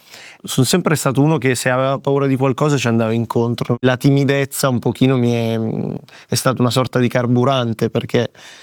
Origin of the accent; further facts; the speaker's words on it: Calabria, Italy; e io, essendo calabrese, giustamente mi ritrovavo un pochino in alcune cose che diceva. Io sono di origine calabrese